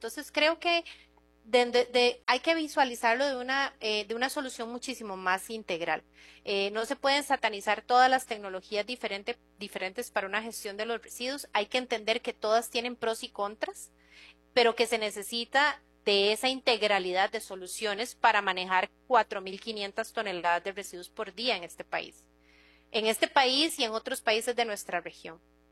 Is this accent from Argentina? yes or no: no; Costa Rica; Yo soy colaboradora de Holcim, pero soy costarricense.